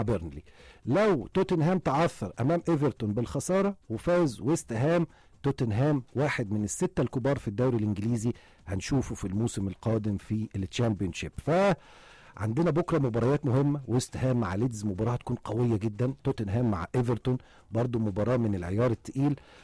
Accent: Egypt; فالنادي ده مش غريب علينا أبدا كمصريين

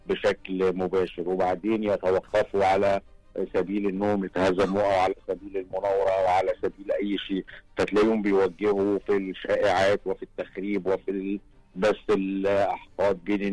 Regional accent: Egypt; فأنا لما أتكلم في حاجة أتكلم كمصري، ولما أحب أطرح مشكلة أطرحها كمصري

